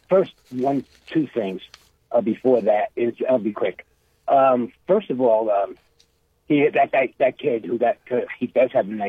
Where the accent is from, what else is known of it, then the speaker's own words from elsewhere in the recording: New York, United States; now in Ohio, United States; I'm from New York, and I go way back. I've lived in Ohio a long time